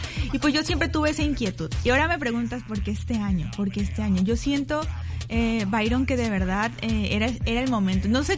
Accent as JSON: {"language": "Spanish", "region": "Veracruz", "country": "Mexico", "tie": "born or raised there", "said": "yo de niña, todos los que somos veracruzanos"}